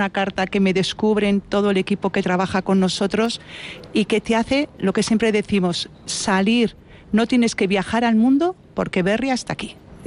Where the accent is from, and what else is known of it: Vitoria, Basque Country, Spain